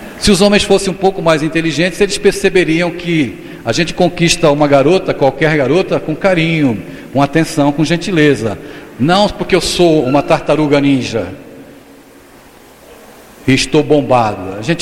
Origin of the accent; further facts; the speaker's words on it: Brazil; now in Olinda, Brazil; Eu sou de São Paulo, mas estou morando em Olinda lá.